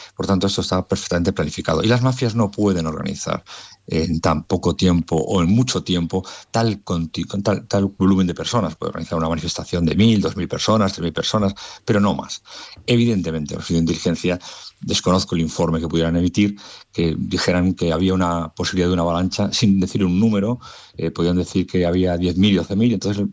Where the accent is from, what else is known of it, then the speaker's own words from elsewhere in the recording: Canary Islands, Spain; Mi familia es de Canarias, yo soy de Canarias, por tanto sé lo que es la inmigración ilegal en el Hierro y en otras partes.